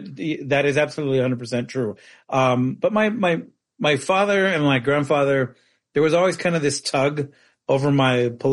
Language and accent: English; Phoenix, Arizona, United States; Phoenix, which is my hometown